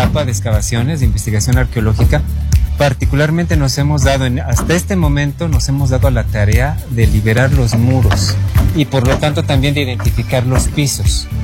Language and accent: Spanish; Mexico; la herencia cultural que tenemos como mexicanos.